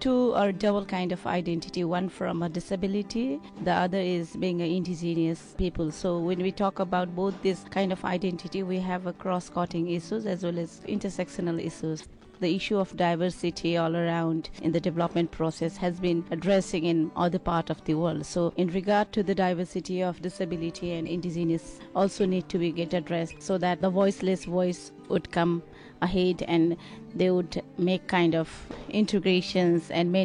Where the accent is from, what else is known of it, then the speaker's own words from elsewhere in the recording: Nepal; I'm from Nepal.